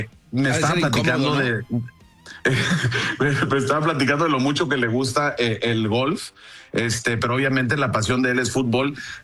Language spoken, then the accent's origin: Spanish; Mexico; yo siempre lo tomo como que tenemos que apoyarlo como mexicanos.